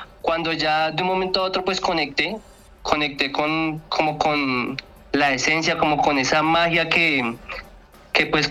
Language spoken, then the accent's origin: Spanish; Bogotá, Colombia; en mi barrio, que yo soy pues de Bogotá, en el barrio Kennedy, había mucho comercio de música.